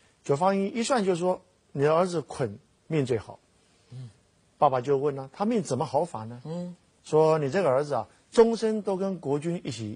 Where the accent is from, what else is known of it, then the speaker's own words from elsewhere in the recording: China; 我们中国人